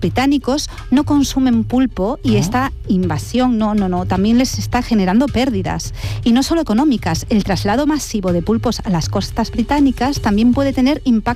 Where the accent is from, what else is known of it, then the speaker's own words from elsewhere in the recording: Galicia, Spain; ¿Qué es lo que quizá esté ocurriendo en mi tierra? En Galicia